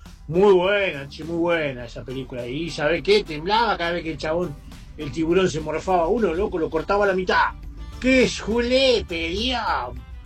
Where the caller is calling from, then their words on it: Monte Grande, Buenos Aires Province, Argentina; Monte Grande.